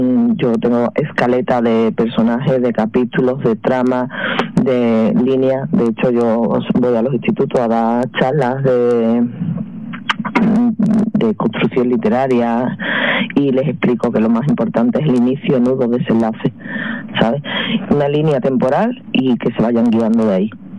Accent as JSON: {"language": "Spanish", "town": "Cádiz", "region": "Andalusia", "country": "Spain", "said": "Yo soy incapaz de tocar las partes, ya que soy de Cádiz, no tengo ritmo ninguno, soy incapaz de tocar las palmas."}